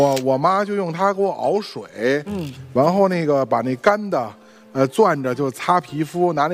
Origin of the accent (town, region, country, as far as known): Beijing, China